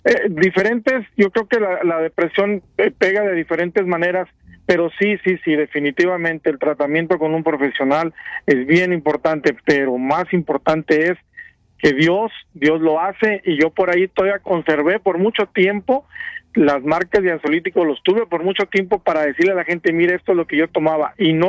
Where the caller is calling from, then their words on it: Houston, Texas, United States; De Houston, Texas, padre.